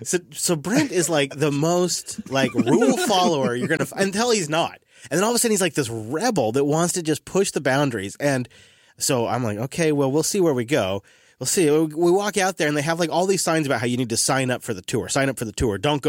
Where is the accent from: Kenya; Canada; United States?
Canada; I'll tell them I'm Canadian and I didn't understand and it'll work.